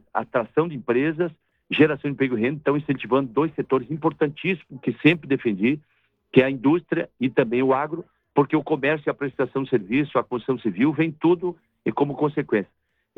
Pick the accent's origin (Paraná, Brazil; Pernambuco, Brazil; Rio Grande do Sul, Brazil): Rio Grande do Sul, Brazil; Tapejara; sou de Itapejara, filho do agricultor, né? Morei no interior